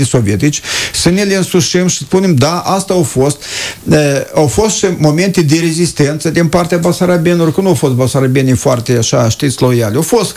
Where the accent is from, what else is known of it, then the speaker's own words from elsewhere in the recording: Căușeni, Căușeni District, Moldova; eu sunt din Căușeni, am prins foști deportați care se adunau ei între dânși și ei între dânși vorbeau.